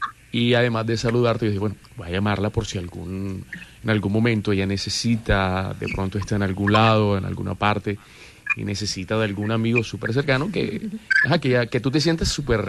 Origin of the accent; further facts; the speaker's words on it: Barranquilla, Atlántico, Colombia; Yo soy de aquí de Barranquilla.